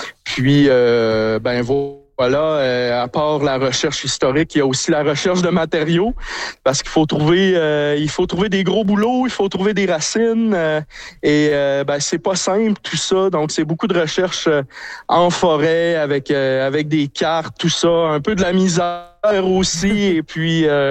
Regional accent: Chambord, Quebec, Canada; now in Saint-Félicien, Canada; moi, je suis originaire de Chambord, imaginez.

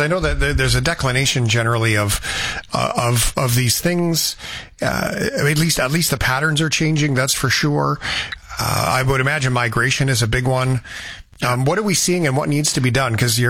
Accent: Canada; We as Canadians, do we

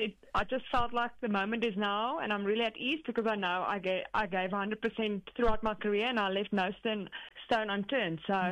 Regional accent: South Africa; being a South African

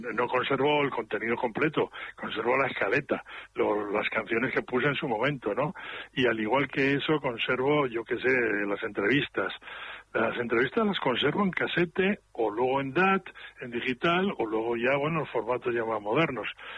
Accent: Haro, La Rioja, Spain; now in Madrid, Spain; Mi madre pues tenía la radio puesta siempre mientras yo estaba haciendo los deberes en mi pueblo, en Haro, en La Rioja, o mientras estaba jugando a las chapas.

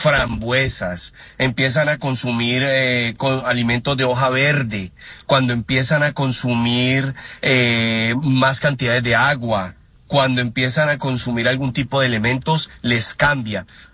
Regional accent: Colombia

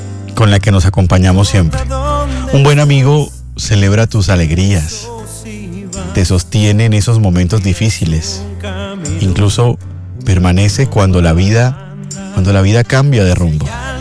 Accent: Barranquilla, Atlántico, Colombia; now in Bogotá, Colombia; Ambos somos de Barranquilla. Cuando vivíamos en Barranquilla, estando más cerca, nos veíamos muy poco. Y ahora que estamos aquí en Bogotá

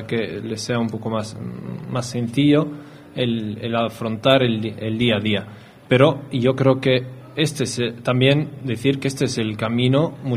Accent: Basque Country, Spain; nosotros, siendo vascos y vascas, tenemos una manera también de vivir que es nuestra casa, lo que hemos mamado en, uh-huh, de nuestras madres, de nuestros padres

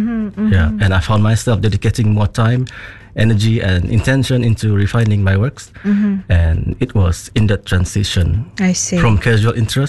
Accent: Sarawak, Malaysia; Growing up in Borneo and particularly in Sarawak.

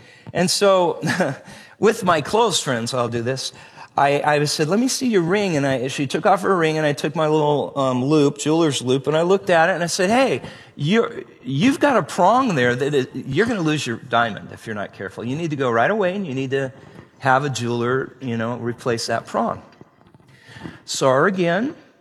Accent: Medford, Oregon, United States; now in Prescott, United States; Okay, I grew up in Southern Oregon, in Medford, Oregon.

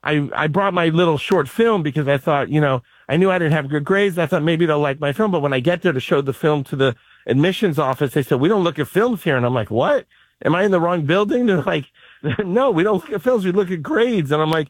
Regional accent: Miami Beach, Florida, United States; I grew up in Miami Beach. I lived in one house with my mom.

